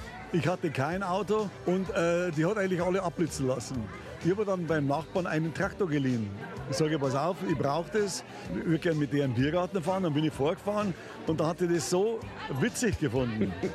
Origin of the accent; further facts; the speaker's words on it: Ottobrunn, Bavaria, Germany; Ich bin in Ottobrunn aufgewachsen